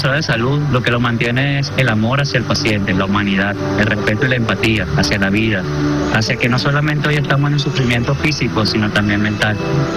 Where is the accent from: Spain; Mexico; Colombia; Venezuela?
Venezuela; No estamos solos porque estamos juntos y es muy importante el amor, la creencia en Dios y la unión como venezolanos.